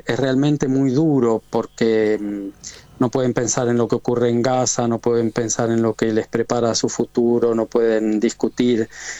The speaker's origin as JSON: {"language": "Spanish", "country": "Argentina", "tie": "born or raised there", "also_born_or_lived": "Montevideo, Uruguay", "moved": "yes", "lives_now": "France", "said": "Bueno, nací en Montevideo como usted, y entonces, pero me crié en Argentina y trabajé mucho en Argentina como usted. Ahora vivo en Francia hace muchísimos años."}